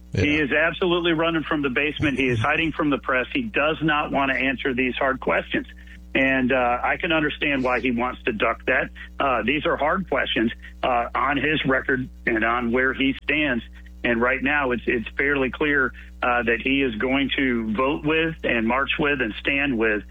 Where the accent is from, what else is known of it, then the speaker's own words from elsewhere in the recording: Blowing Rock, North Carolina, United States; I was a senior at Watauga High School up in Watauga County, growing up in Blowing Rock.